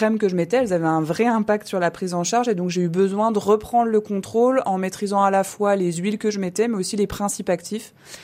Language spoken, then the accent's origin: French; Grand Est, France; born there; Alors moi, je suis née dans les Vosges, dans la montagne vosgienne, et j'ai beaucoup bougé depuis.